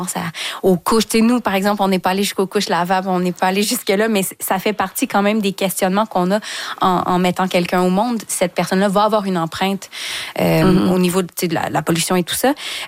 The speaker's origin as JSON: {"language": "French", "town": "Saint-Hyacinthe", "region": "Quebec", "country": "Canada", "said": "moi, je venais du 450, je viens de Saint-Hyacinthe, donc j'avais ma voiture depuis que je suis adolescente."}